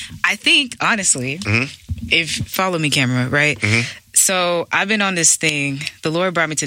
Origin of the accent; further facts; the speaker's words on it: Texas, United States; I'm from Texas, but I'm a little bit Caribbean.